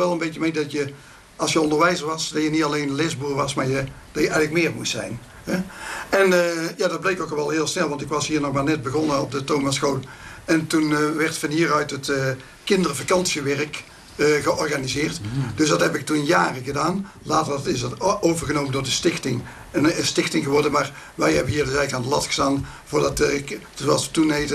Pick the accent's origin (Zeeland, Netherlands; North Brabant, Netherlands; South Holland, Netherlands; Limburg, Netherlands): North Brabant, Netherlands; Hilvarenbeek; Hoewel ik eigenlijk een Bikse ben, want ik ben geboren op Gorp bij Rovert in de Bossen. Daar heb ik de eerste 20 jaar van mijn leven. En dat is officieel gemeente Hilvarenbeek.